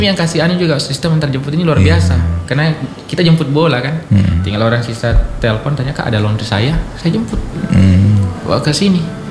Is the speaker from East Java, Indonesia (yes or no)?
yes; Malang, East Java, Indonesia; Kalau saya asli apa lahir di Malang Pak.